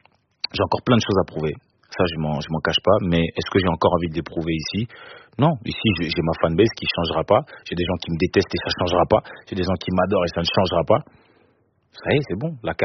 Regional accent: Cameroon; Je suis camerounais, frérot. Je suis camerounais, petit.

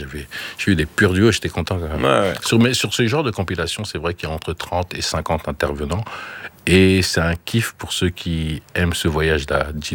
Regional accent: Republic of the Congo; born there; Moi, je suis né au Congo, mais le Congo était une province française, je vais dire.

